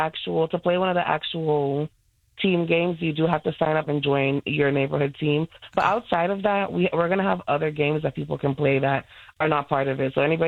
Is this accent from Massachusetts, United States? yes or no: yes; Boston, Massachusetts, United States; And I'm from Southie myself. I grew up in Southie.